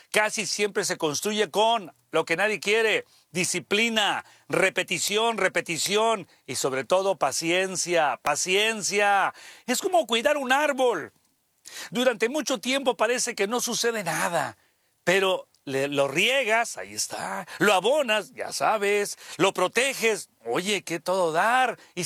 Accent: Santiago Ixcuintla, Nayarit, Mexico; born there; moved away; yo soy de Nayarit. Y qué bonito este Pic y todo Nayarit. Qué lindo es mi Santiago, lugar donde nací.

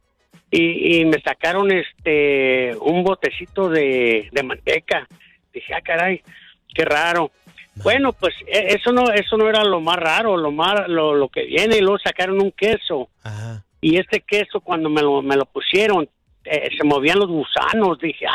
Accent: Guadalajara, Jalisco, Mexico; No, compa, pero yo soy de Guadalajara

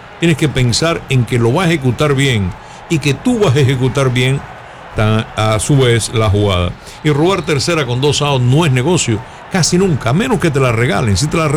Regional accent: Camajuaní, Villa Clara, Cuba; Yo soy de Camajuaní.

